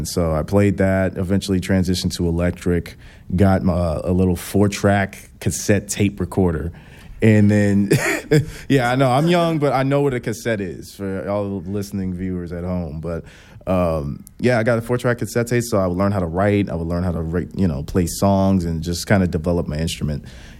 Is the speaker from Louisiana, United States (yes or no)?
yes; Louisiana, United States; born there; also born or lived in Florida; Then we moved from Florida to where we now reside outside of New Orleans.